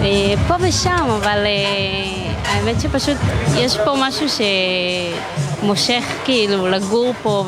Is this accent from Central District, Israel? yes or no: yes; Lod, Central District, Israel; now in Golani Junction area, Israel; אני במקור מלוד.